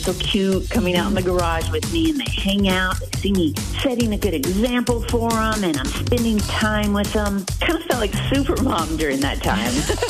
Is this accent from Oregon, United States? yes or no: yes; Oregon, United States; I'm from Oregon.